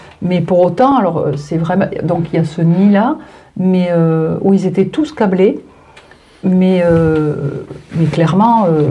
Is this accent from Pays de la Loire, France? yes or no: no; Calvi, Corsica, France; donc je suis corse et on habitait à Calvi.